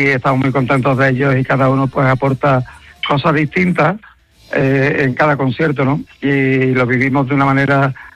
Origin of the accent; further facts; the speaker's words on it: Andalusia, Spain; Y la verdad es que somos andaluces y eso se tiene que sentir en todos los sitios, ¿no?